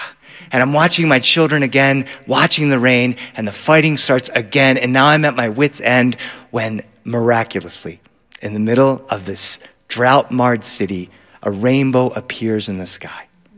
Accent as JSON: {"language": "English", "region": "Delaware", "country": "United States", "tie": "born or raised there", "lives_now": "Los Angeles, United States", "said": "I grew up on the East Coast. I grew up in Delaware."}